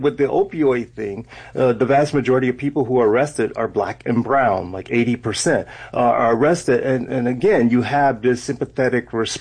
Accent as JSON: {"language": "English", "town": "Miami", "region": "Florida", "country": "United States", "tie": "born or raised there", "said": "I grew up in Miami, and at that time, I was in the Air Force, actually."}